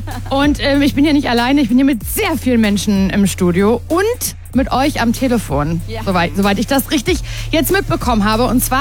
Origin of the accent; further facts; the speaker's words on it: Stuttgart, Baden-Württemberg, Germany; Ich komme aus Stuttgart.